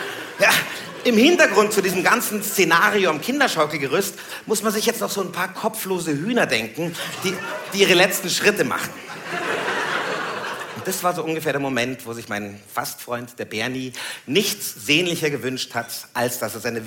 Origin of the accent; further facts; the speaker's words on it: Puchheim, Bavaria, Germany; Wir sind da draußen in Puchheim. Ich bin da ja aufgewachsen, also eben geboren und älter geworden auf jeden Fall.